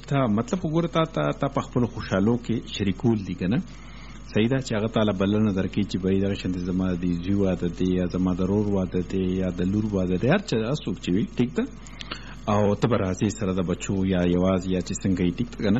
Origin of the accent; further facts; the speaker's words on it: Mardan, Khyber Pakhtunkhwa, Pakistan; now in Tarbela, Pakistan; زه اوس د مردان یم په تربیله کې اوسېږم